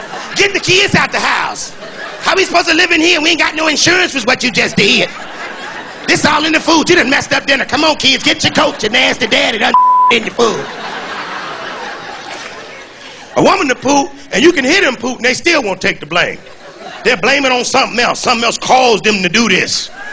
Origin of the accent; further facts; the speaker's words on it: Chicago, Illinois, United States; See, I'm from the Midwest. I'm from Chicago. That's right, the Chi-Town where we party at.